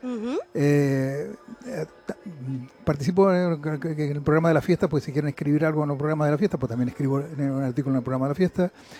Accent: El Escobonal, Canary Islands, Spain; born there; now in Candelaria, Spain; Yo soy nacido en El Escobonal, que vivo en Candelaria hace más de 30 años

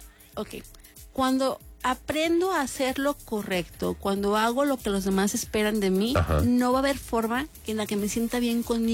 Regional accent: Jalisco, Mexico; en Jalisco sí es cierto, somos jarritos de Tlaquepaque o de Tonalá

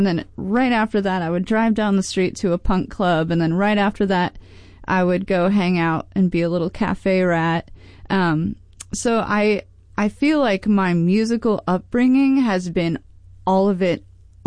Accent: Michigan, United States; And we, growing up in Michigan, we were Michigan fans. We were Michigan Wolverines.

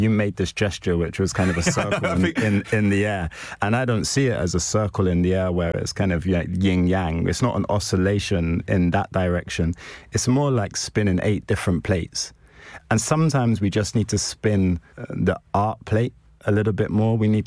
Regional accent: Bethnal Green, London, United Kingdom; born or raised there

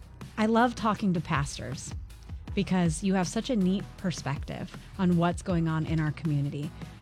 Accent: Fresno, California, United States; now in Sanger, United States; I'm from Fresno, live in Sanger.

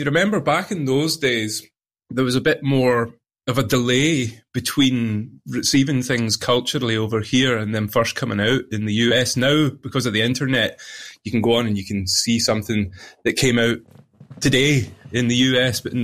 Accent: Gartocharn, Scotland, United Kingdom; so the village I was brought up in is called Gartacharn. Gartacharn, it's got that lovely Scottish ch sound

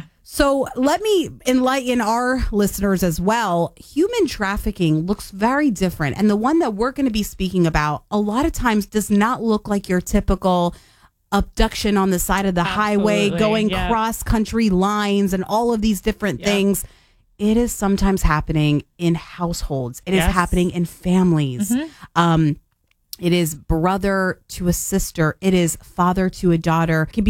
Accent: Tennessee, United States; I'm from Tennessee, born and raised

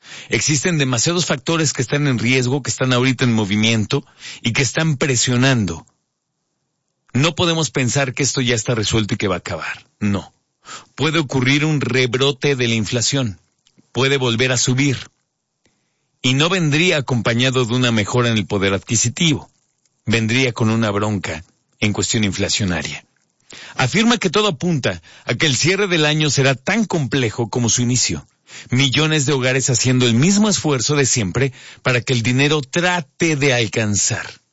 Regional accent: Mexico; nos estamos dando cuenta que las épocas que más disfrutamos como mexicanas y mexicanos son las épocas que terminan siendo nuestro mayor reto económico.

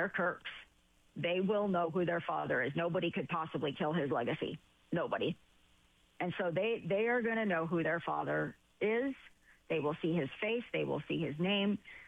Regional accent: California, United States; I grew up in Southern California

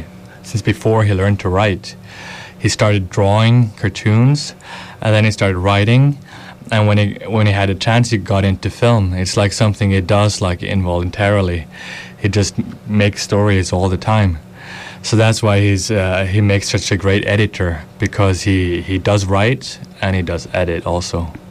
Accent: Kristiansand, Agder, Norway; So I'm from the south of Norway. I grew up in Kristiansand, which is, it's the southernmost city in Norway.

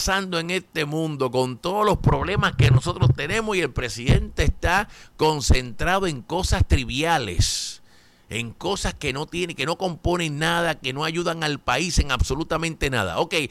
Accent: Caguas, Puerto Rico; Como dicen allá en mi pueblo, en Caguas, Puerto Rico, síganse tomando el culé.

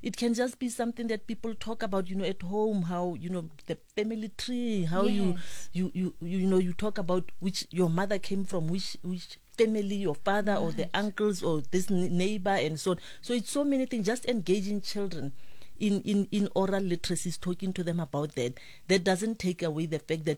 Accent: Kuruman, Northern Cape, South Africa; I started as a librarian in Kuruman, in my hometown.

